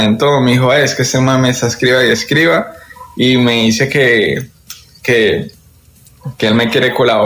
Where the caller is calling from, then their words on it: Palmira, Valle del Cauca, Colombia; tengo raíces de Nariño, pero soy de Palmira Valle.